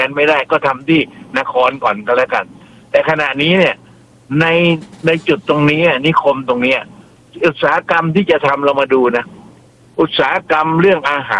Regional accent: Southern Thailand, Thailand; ผมเนี่ยเป็นคนใต้คนตะลง

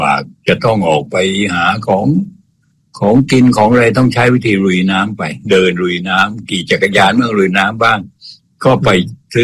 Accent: Nakhon Si Thammarat, Thailand; ครับบ้านเกิดนครศรีธรรมราชนะฮะ

